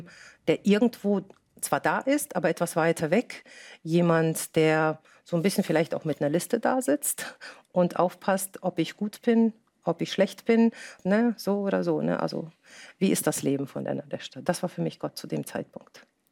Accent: Germany; born there; also born or lived in Russia; Wir sind nach Deutschland ausgewandert, als ich 8 Jahre alt war.

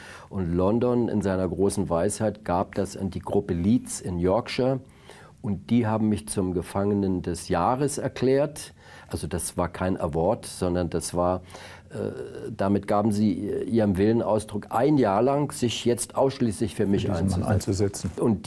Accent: Brandenburg, Germany; ich bin ja aus Brandenburg, wo ich dann in Strafhaft war

